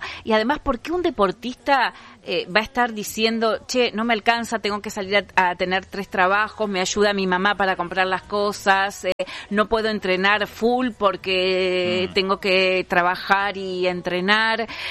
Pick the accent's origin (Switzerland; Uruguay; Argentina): Argentina; porque somos argentinos